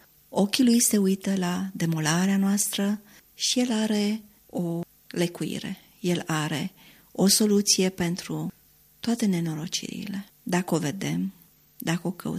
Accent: Romania; Eu mă regăsesc și cred că noi ca români ne regăsim.

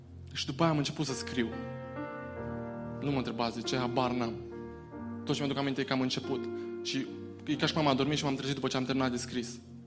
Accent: Baia Mare, Maramureș County, Romania; moved away; eu sunt din Baia Mare

